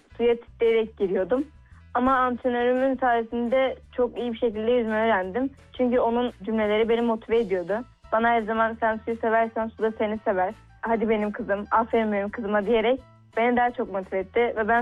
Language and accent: Turkish; Gaziantep, Turkey; born there; 2010 Gaziantep doğumluyum.